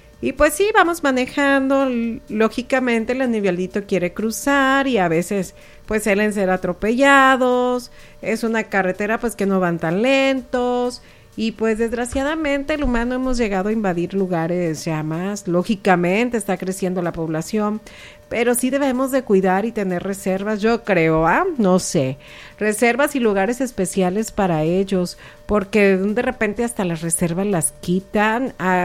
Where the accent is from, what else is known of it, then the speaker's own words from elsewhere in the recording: Nayarit, Mexico; Así somos los nayaritas.